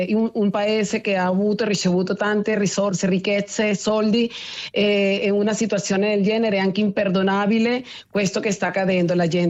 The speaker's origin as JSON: {"language": "Italian", "country": "Venezuela", "second_language": "Italian", "moved": "yes", "said": "quello che accade nel mio paese"}